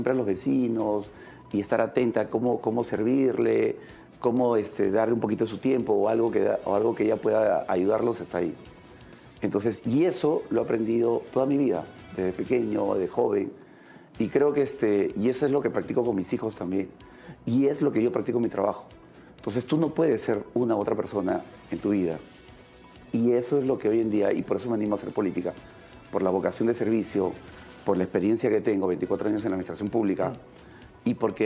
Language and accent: Spanish; Peru